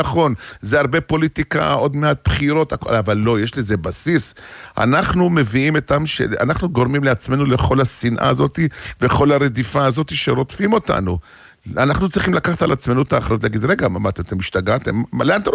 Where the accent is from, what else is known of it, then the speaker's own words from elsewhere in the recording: Jerusalem, Jerusalem District, Israel; אנחנו ירושלמים